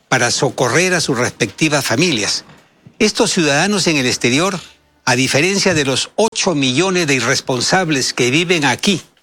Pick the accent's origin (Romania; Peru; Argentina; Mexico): Peru; los heroicos peruanos que sobreviven en el extranjero y que no se olvidan jamás de su patria, nuestro país, el Perú, ¿no?